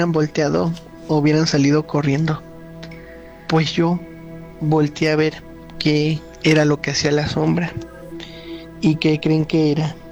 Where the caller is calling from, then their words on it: San Francisco del Rincón, Guanajuato, Mexico; de San Francisco del Rincón, Guanajuato.